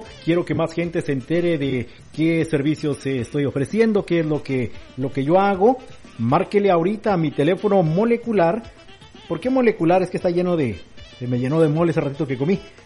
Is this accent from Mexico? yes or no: no; Sanger, California, United States; born there; iba a decir yo crecí en Sanger, pero no crecí. Bueno, para los lados sí. Ahí, Sanger fue el lugar que me vio crecer para los lados.